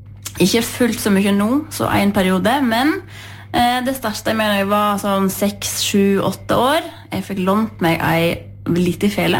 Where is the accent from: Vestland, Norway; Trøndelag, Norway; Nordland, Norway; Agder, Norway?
Vestland, Norway; Jøstedalen; born or raised there